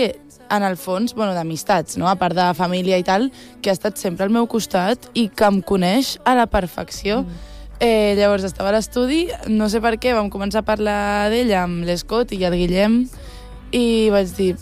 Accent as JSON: {"language": "Catalan", "town": "Lloret de Mar", "region": "Catalonia", "country": "Spain", "tie": "born or raised there", "first_language": "Catalan", "moved": "as an adult", "lives_now": "Barcelona, Spain", "said": "al meu poble, que és Lloret de Mar, que, clar, les dues som de Lloret, hem anat a l'institut juntes, tot juntes, i és com que ara estic a Barcelona, quasi no tinc temps d'anar a Lloret"}